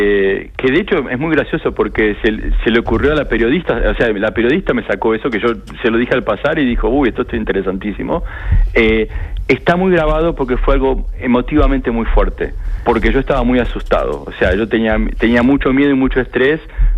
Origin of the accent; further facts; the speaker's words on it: Buenos Aires, Argentina; moved away as an adult; also born or lived in Germany / United States; now in Barcelona, Spain; soy el chico que creció en Buenos Aires, el estudiante que estudió física en exactas y que después se fue a Alemania a hacer un doctorado y que después estuvo en Estados Unidos.